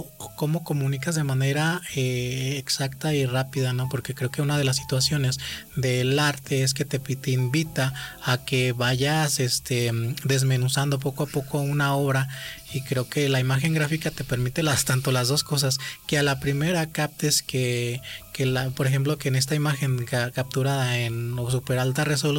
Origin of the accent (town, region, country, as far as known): Mexico